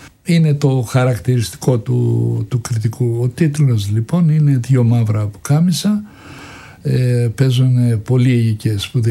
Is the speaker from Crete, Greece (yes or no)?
yes; Anogia, Crete, Greece; born or raised there